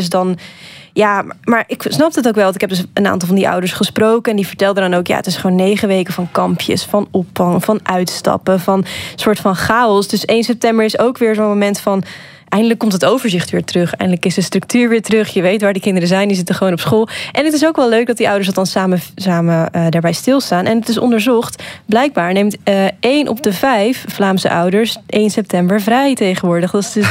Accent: Netherlands; now in Belgium; dat is voor mij als Nederlander toch alweer iets bijzonders. Want zo'n collectief moment op 1 september, dat kennen wij niet in Nederland.

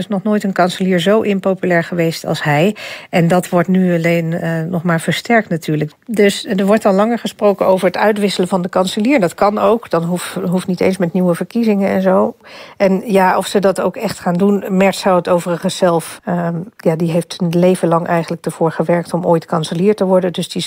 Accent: Germany; Ja. ik kom er zelf ook vandaan en ik werk nu al 15 jaar of zo bij het instituut.

